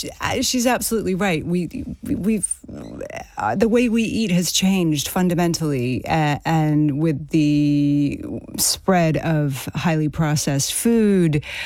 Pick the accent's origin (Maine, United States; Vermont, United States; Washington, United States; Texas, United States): Vermont, United States; I grew up in Vermont, a rural part of the U.S. where there were lots of local farms.